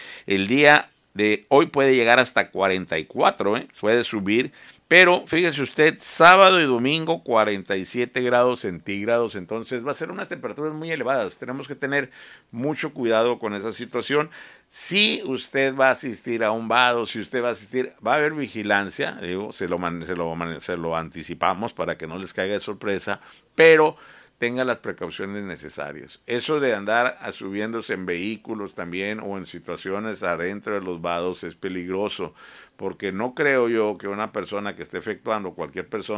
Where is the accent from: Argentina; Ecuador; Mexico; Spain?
Mexico; Baja California; sabemos que hay pocos sitios en el Valle de Mexicali, y es una tradición de la gente que somos del Valle